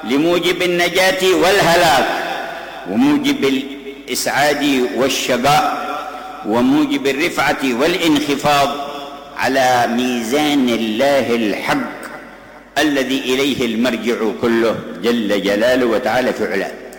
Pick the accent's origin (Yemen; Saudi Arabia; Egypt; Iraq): Yemen; في بلدتنا ثم في يمننا